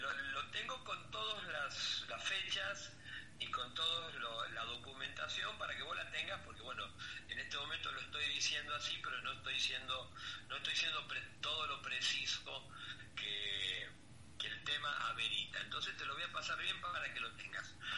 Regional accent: Rosario, Santa Fe, Argentina; born there; Yo igual nací acá en Santa Fe cuando era Santa Fe.

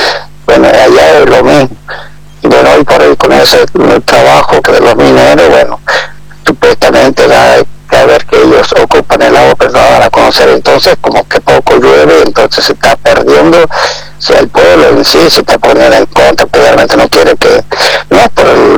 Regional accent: Rinconada, Jujuy, Argentina; also born or lived in Buenos Aires; trabajaba cuando vine del departamento de Rinconada, San Salvador de Jujuy, yo iba a la escuela nocturna.

